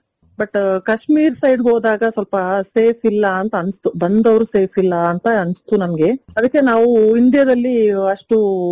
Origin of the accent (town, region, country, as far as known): Kodagu, Karnataka, India